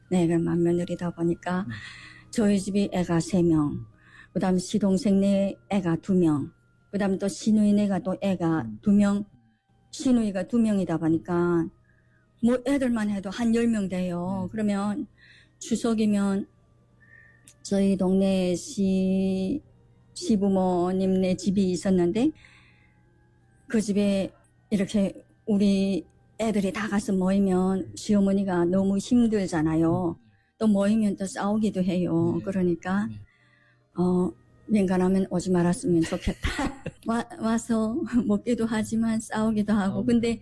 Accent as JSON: {"language": "Korean", "town": "Hyesan", "region": "Ryanggang", "country": "North Korea", "tie": "born there", "said": "양강도 해산이라는 도시에서 태어났거든요."}